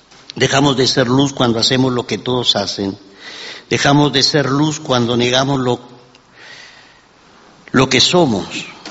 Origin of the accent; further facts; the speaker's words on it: Cuba; pastor, yo soy cubano y yo soy pastor.